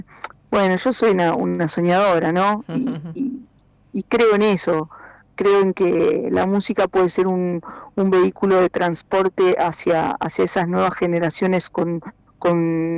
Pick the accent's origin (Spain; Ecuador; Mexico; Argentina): Argentina